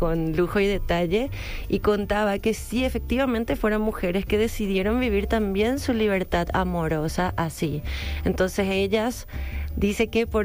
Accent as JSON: {"language": "Spanish", "country": "Paraguay"}